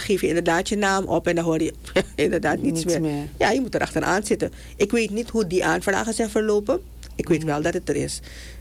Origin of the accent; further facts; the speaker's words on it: Suriname; ik ben een Surinaamse burger. Ik heb in Suriname gestudeerd. Ik kom van de Universiteit van Suriname.